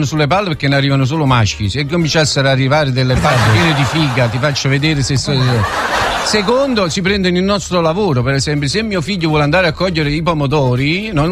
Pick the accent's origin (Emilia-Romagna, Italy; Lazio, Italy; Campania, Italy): Campania, Italy; Naples; Sono napoletano